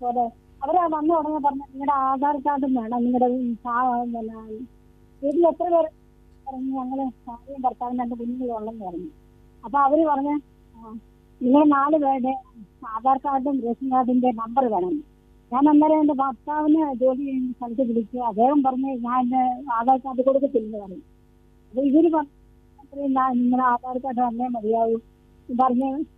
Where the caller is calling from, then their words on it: Thirumala, Kerala, India; ഞാൻ തിരുമലയിൽ നിന്നാണ് വിളിക്കുന്നത്.